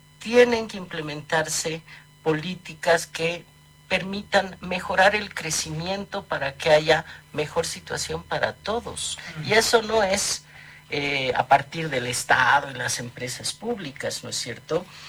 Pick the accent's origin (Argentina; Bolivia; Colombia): Bolivia; Todos convivimos juntos y somos bolivianos.